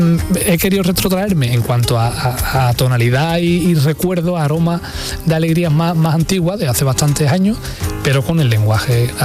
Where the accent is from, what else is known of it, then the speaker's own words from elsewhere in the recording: Andalusia, Spain; tenía Andalucía en mi cabeza, la luz de mi tierra y de Andalucía, evidentemente.